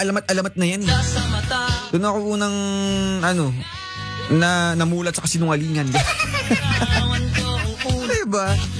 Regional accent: Santiago, Cagayan Valley, Philippines; born there; Dun sa amin sa Santiago South Central School.

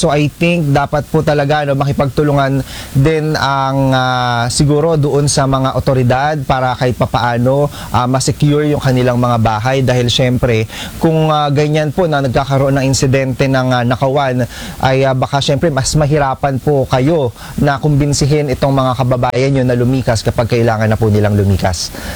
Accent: Malolos, Central Luzon, Philippines; karatig bayan nyo lang po ako dahil ako ay taga Malolos.

